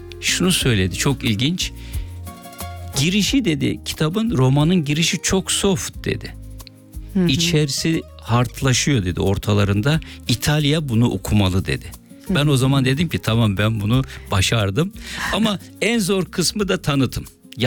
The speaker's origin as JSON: {"language": "Turkish", "region": "Aegean Region", "country": "Turkey", "said": "İşte Ege'ye götürdüm çünkü ben de Ege'liyim."}